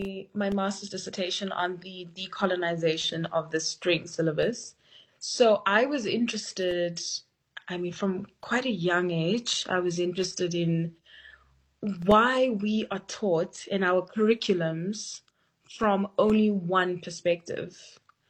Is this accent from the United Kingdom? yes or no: no; South Africa; It is possible for us to live in this contradiction, be hopeful, be disappointed, be sad, be, incredibly proud to be South African